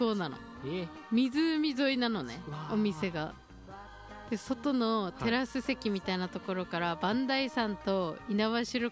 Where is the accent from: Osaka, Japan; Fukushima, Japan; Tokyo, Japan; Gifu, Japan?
Fukushima, Japan; moved away; 私の実家の方面で